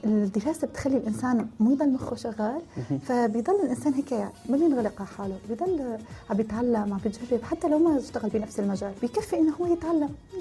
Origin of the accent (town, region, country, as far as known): Aleppo, Aleppo Governorate, Syria; moved away as an adult; also born or lived in Dubai; now in Gaziantep, Turkey